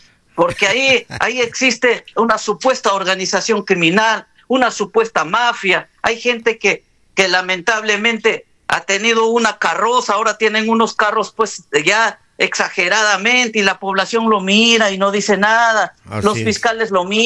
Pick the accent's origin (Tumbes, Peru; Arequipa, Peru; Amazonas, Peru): Amazonas, Peru; Chachapoyas; born there; yo soy amazonense, soy chachapoyano, nacido en Amazonas, mi estimado amigo. Y tengo el orgullo de haber nacido allá en Amazonas